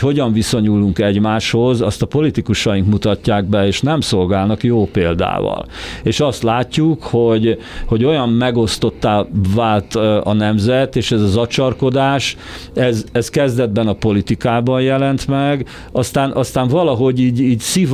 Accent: Hungary; born there; ezzel a lelki identitással, amivel ide születtem, magyarnak születtem, Magyarországra születtem. Én hazajöttem ide.

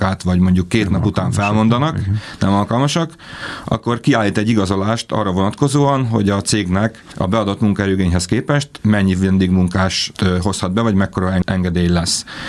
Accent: Békés, Hungary; Én Békés megyei vagyok

